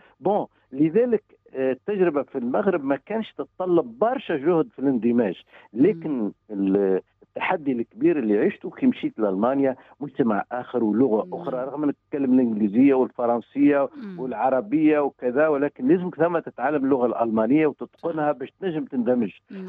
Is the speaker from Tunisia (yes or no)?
yes; Tunisia; moved away as an adult; also born or lived in Morocco / United Arab Emirates; now in Germany; لأني أنا تونسي في المغرب ما كنتش نشعر بالغربة